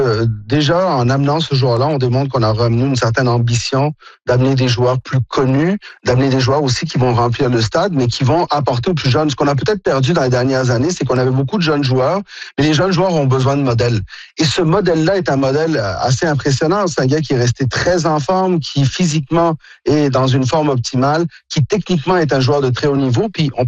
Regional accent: Quebec, Canada; Ben, vous savez, moi je suis Québécois 98%.

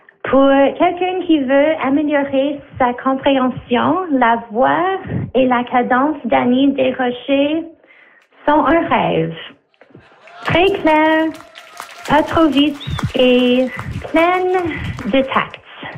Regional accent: Ontario, Canada; French is a second language; now in Montreal, Canada; je vous écoute du plateau Montréal. Je suis d'Ontario. Donc, j'écoute le 15-18 pour perfectionner mon français

